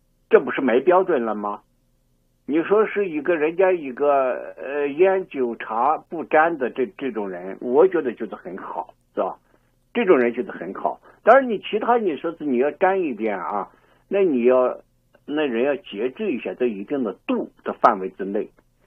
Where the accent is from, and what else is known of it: China